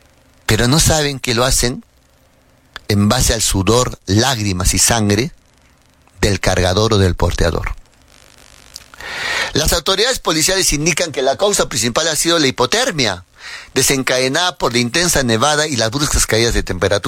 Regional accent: Arequipa, Peru; yo que soy arequipeño, y Arequipa es región fronteriza con Cusco.

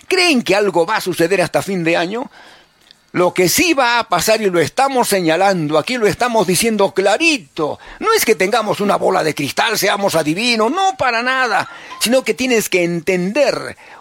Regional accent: Peru

